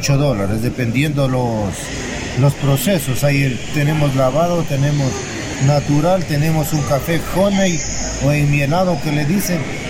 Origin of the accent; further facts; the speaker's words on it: Gonzanamá, Loja, Ecuador; vengo del Cantón Gonzanamá, de la parroquia Rambacona.